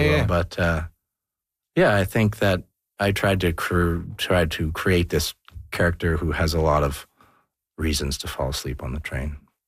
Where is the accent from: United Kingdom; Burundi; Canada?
Canada; Toronto, Ontario; You know what? I grew up in Toronto downtown. I took the subway a lot.